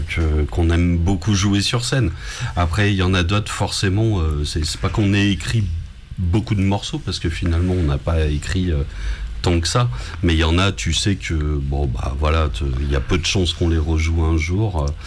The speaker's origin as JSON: {"language": "French", "town": "Grenoble", "region": "Auvergne-Rhône-Alpes", "country": "France", "said": "on va dire qu'on est de Grenoble hein, quand même à la base."}